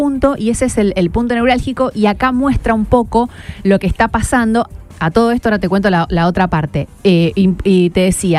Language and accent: Spanish; Argentina; Nosotros acá como argentinos estamos soportando esto